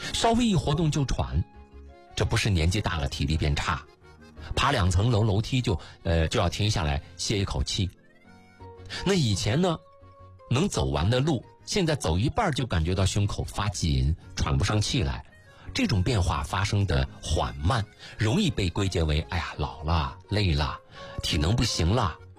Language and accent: Chinese; China